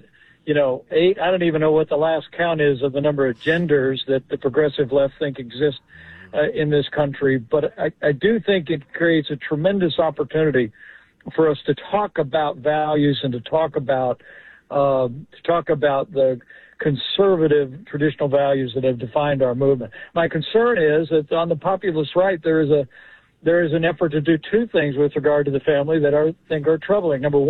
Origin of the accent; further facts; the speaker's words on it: Indiana, United States; including my home state of Indiana, that have essentially banned abortion.